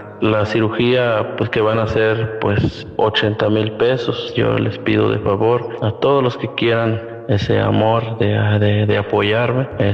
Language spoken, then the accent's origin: Spanish; La Herradura, Mexico; soy de La Herradura.